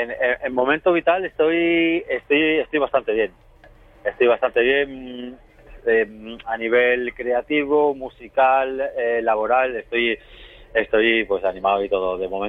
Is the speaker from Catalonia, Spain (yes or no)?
yes; Barcelona, Catalonia, Spain; Donde yo crecí, que era un pueblo del Delta Llobregat, también en su manera, ¿no? Y su tradición y sus costumbres, pero también era como muy pura, muy de payeses